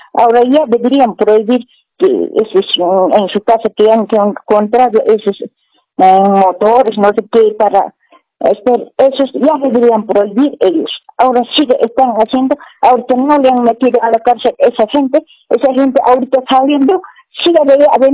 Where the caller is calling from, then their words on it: Oruro, Bolivia; Yo soy de Oruro, te estoy llamando.